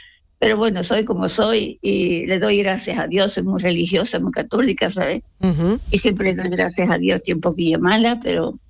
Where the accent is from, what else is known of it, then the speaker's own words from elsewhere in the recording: Tarifa, Andalusia, Spain; now in Hamburg, Germany; ya salí de Tarifa de los años 80